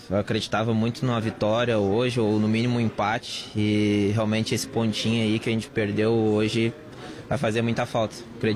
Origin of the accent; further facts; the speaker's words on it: Eldorado do Sul, Rio Grande do Sul, Brazil; sou de Eldorado Sul.